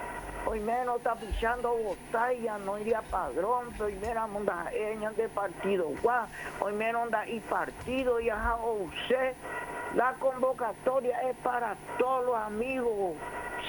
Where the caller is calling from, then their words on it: Paso de Patria, Ñeembucú, Paraguay; estamos unidos en Paso de Patria los colorados